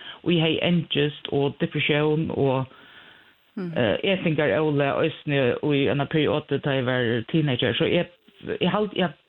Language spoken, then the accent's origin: Swedish; Klaksvík, Faroe Islands; Swedish is a second language; och jag kommer från Klagsvik. Jag är 48